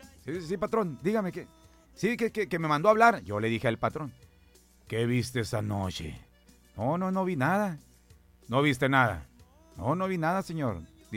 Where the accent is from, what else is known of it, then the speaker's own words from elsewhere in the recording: Sonora, Mexico; Y soy el sonorense